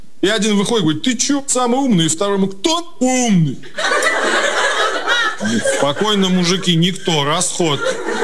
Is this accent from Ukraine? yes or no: no; Kursk, Kursk Oblast, Russia